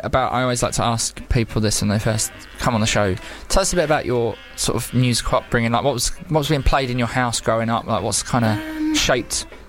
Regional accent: London, United Kingdom; I'm from South East London originally, but...

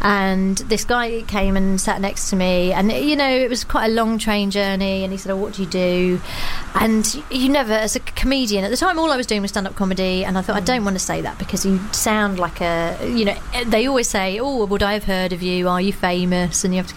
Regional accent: London, United Kingdom; going on stage and saying, oh, I'm from London, or, you know, being in any way a southerner was bad.

